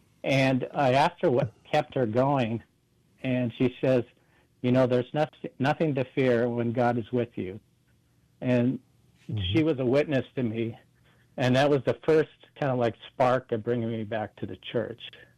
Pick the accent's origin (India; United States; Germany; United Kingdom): United States; Alaska; moved away; also born or lived in Washington; Okay, I grew up in Alaska, and in my youth, and moved to Washington with my parents to get to know my grandparents a little bit.